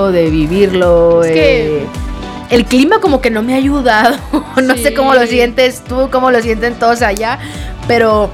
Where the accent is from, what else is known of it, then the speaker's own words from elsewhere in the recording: Hermosillo, Sonora, Mexico; Entonces, ¿tú crees que como yo soy de Hermosillo y en Hermosillo siempre hay sol, yo siempre estoy de buenas?